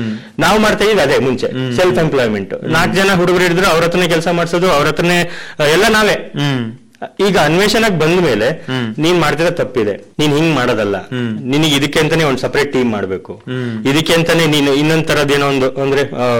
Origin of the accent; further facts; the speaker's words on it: Koppa, Karnataka, India; ಈಗ ನನ್ನ ಊರು ಕೊಪ್ಪ, ನಾನು ಅಲ್ಲೇ ನಾನು ಕೆಲಸ ಮಾಡ್ಬೇಕು.